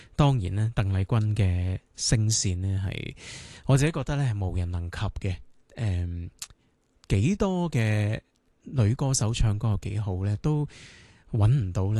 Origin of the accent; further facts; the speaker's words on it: Hong Kong; 我哋香港人